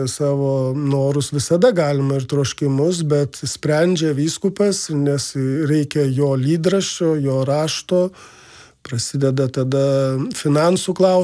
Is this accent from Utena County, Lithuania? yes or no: no; Vilnius, Vilnius County, Lithuania; aš pats esu Vilnietis, grynas Vilnietis, prie Halės turgaus užaugęs.